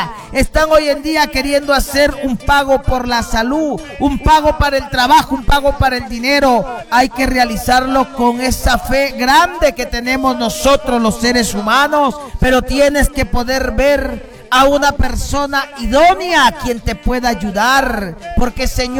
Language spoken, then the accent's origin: Spanish; Chiclayo, Lambayeque, Peru; va a ser un viaje hasta la ciudad de Chiclayo, mi tierra bendita, tierra norteña, tierra cálida.